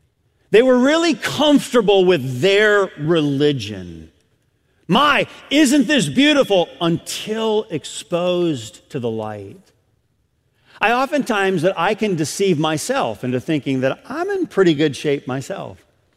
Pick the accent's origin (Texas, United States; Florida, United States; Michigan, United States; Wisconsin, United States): Michigan, United States; Adrian; when I was a kid growing up in Adrian, Michigan.